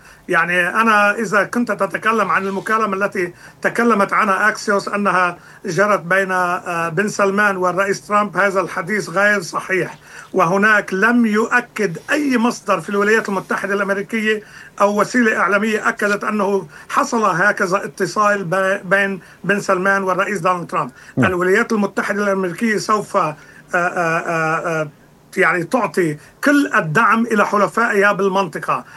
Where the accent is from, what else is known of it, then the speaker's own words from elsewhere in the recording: Lebanon; مثل حزب الله عندنا في لبنان